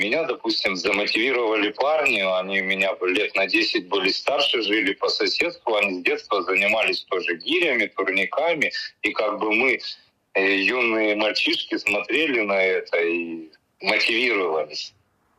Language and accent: Russian; Akmola Region, Kazakhstan; now in Germany; Родился я в Акмолинской области, в Казахстане, в небольшом поселке, проживал до 17 лет.